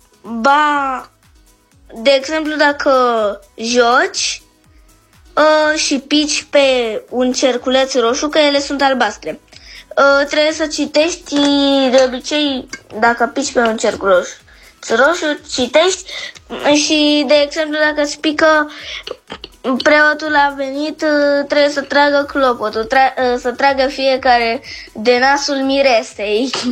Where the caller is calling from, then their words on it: Voluntari, Ilfov, Romania; din Voluntari, am 8 ani.